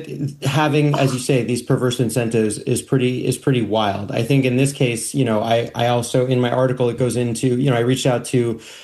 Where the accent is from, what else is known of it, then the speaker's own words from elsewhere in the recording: Santa Monica, California, United States; And I should note, I grew up in Santa Monica, California, right next door to the Pacific Palisades.